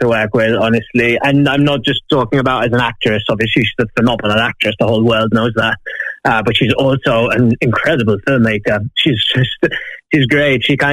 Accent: Malta; accent: slightly Welsh; So I grew up in Malta with a British mother and a Maltese father, which for some reason gives me a slightly Welsh accent

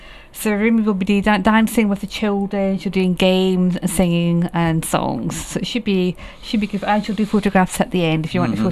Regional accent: Aberdeen, Scotland, United Kingdom; moved away; Aberdeen.

